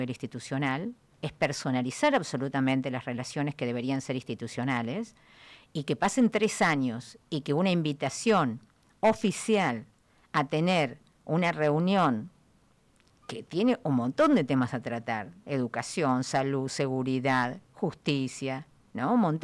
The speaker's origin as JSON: {"language": "Spanish", "town": "Río Gallegos", "region": "Santa Cruz", "country": "Argentina", "said": "Yo soy una ciudadana de Río Gallegos."}